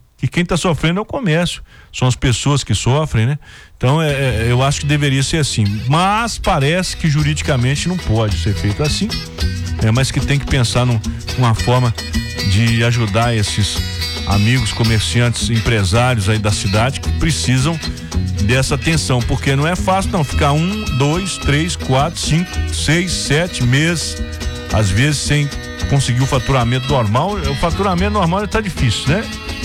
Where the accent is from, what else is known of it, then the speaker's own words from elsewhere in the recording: Ponte Nova, Minas Gerais, Brazil; born there; Lá em Ponte Nova, onde eu nasci